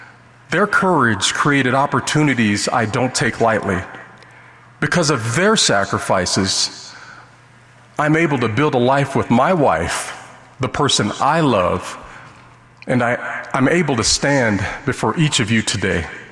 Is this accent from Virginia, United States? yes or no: no; Las Vegas, Nevada, United States; Growing up in Las Vegas, I was surrounded by negative influences.